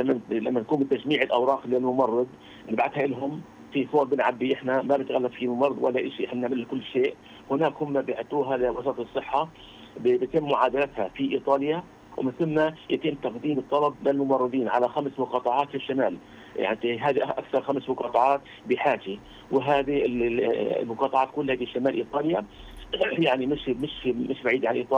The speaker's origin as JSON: {"language": "Arabic", "country": "Palestine", "also_born_or_lived": "United States", "moved": "yes", "said": "كنا في امريكا وعدنا هنا كمان الى فلسطين"}